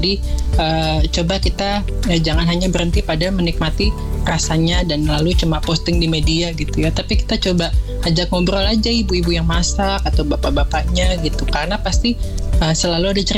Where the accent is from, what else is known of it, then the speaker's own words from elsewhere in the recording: Jakarta, Indonesia; saya orang Jakarta juga ya tinggalnya gitu ya, lahir dan tinggal dan besar di Jakarta